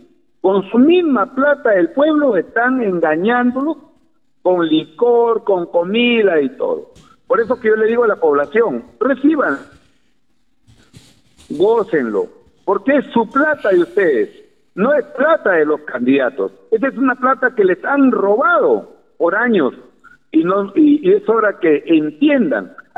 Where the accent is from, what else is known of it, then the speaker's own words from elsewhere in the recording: Olmos, Lambayeque, Peru; yo he venido a luchar por mi pueblo.